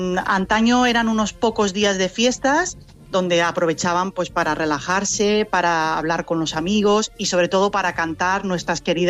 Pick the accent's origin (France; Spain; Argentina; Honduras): Spain; Crevillente, Valencian Community